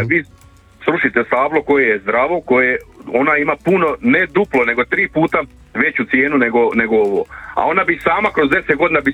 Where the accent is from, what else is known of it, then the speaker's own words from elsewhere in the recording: Vinkovci, Vukovar-Srijem County, Croatia; Ja sam inače iz Vinkovaca, trenutno radim u Sisku na terenu.